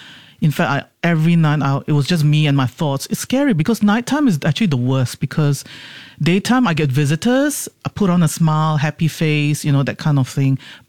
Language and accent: English; Singapore; I mean, I grew up in Singapore, of course.